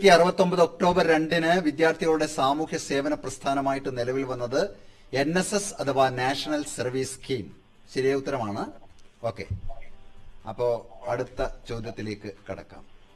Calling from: Attenganam, Kerala, India; അട്ടേങ്ങാനം അല്ലേ, കാസർഗോഡ് ജില്ലയിലെ.

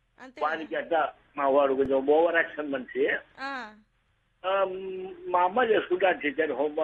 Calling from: Kadapa, Andhra Pradesh, India; నేను కడప నకాశీ నుండి

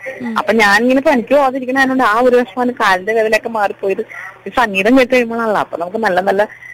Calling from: Alangad, Kerala, India; വീട് ആലങ്ങാട് കോട്ടപ്പുറം.

